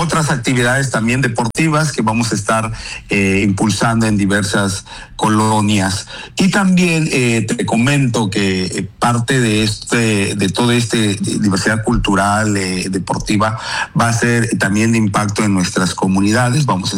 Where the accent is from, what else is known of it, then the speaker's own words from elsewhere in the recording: Chetumal, Quintana Roo, Mexico; Otompe Blanco y Chetumal somos una identidad caribeña